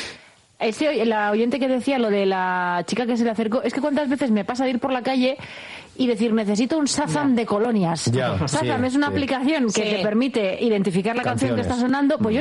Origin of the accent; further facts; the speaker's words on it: Basque Country, Spain; Mi infancia ha sido en la Reineta, que ahí también había un poco de todo